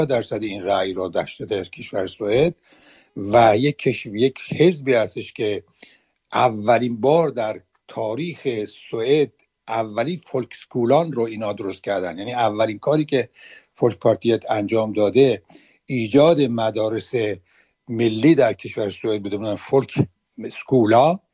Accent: Iran; moved away; ما که دین نداریم، ما ایرانی ها دیگه از این اسلام چنان زده شدیم که اگرم قرار باشه گرایش دینی داشته باشیم، یا گرایش زرتشتی یا گرایش میترایی و از این چیزا، گرایش ایران باستان هست

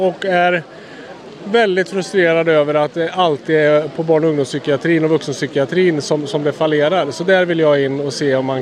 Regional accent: Mariestad, Västra Götaland County, Sweden; Nej, jag är från Mariestad.

